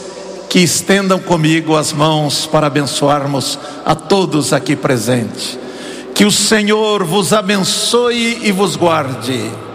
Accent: Brazil; moved away; lá do interior de onde eu venho

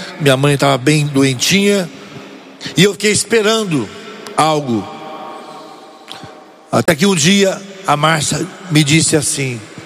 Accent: Itajubá, Minas Gerais, Brazil; Eu passei minha infância em Itajubá, a terra dele.

